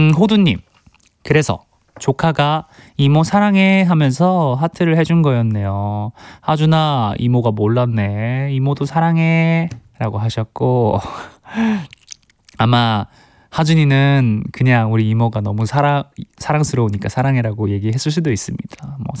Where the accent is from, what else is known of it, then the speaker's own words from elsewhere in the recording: Gyeongsang, South Korea; 저도 또 경상도 출신 아니겠어요.